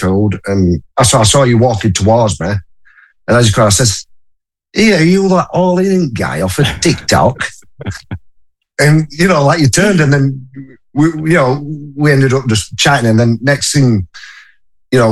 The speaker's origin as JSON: {"language": "English", "town": "Huddersfield", "region": "Yorkshire and the Humber", "country": "United Kingdom", "said": "I'm from West Yorkshire, Huddersfield at West Yorkshire."}